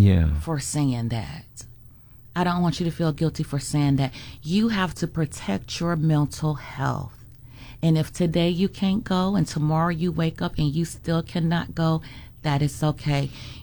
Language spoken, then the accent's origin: English; Atmore, Alabama, United States; my hometown being just down the road in Atmore. That's where I was born and raised.